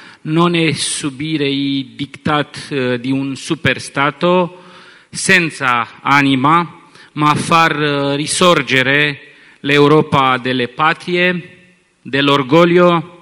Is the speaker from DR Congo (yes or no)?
no; Romania; Italian is a second language; da rumeno, fiero della comune radice latina